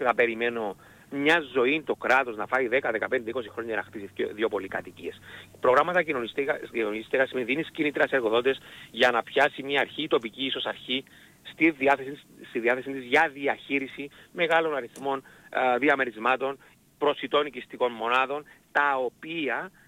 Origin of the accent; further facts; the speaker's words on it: Limassol, Limassol District, Cyprus; καθώς ζω την πόλη μου, ζω τη Λεμεσό